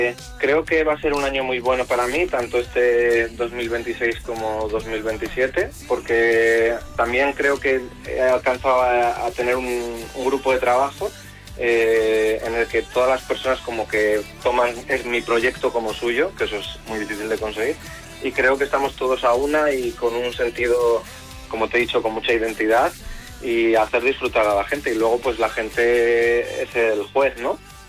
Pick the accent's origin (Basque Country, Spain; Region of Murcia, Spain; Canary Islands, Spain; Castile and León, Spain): Castile and León, Spain; León; En eso soy muy de León o muy castellano